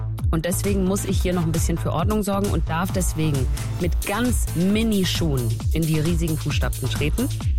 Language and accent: German; Berlin, Germany; Also ich wohne in Berlin, ich komme aus Berlin, ich habe da ganz viele verschiedene Begegnungen schon gehabt. Und ich wohne so im Nordosten von Berlin, also direkt an Prenzlauer Berg angrenzend. Ein Bezirk, der ist so sehr hip, sehr modern, sehr, sehr öko auch.